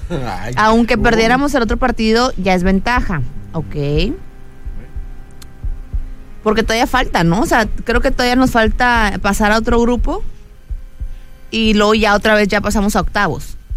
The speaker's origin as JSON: {"language": "Spanish", "country": "Mexico", "said": "somos los mexicanos"}